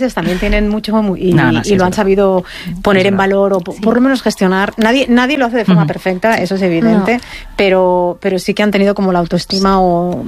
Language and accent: Spanish; Barcelona, Catalonia, Spain; Y a mí siempre, yo que vengo de Barcelona, uh-huh. yo soy de barcelonesa, cuando estoy en Madrid me da la impresión que Madrid ha cuidado poco su patrimonio